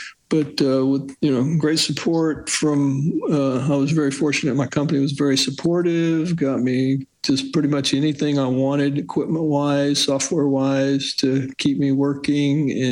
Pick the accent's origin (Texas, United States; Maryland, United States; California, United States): Texas, United States; Houston; I grew up here in Houston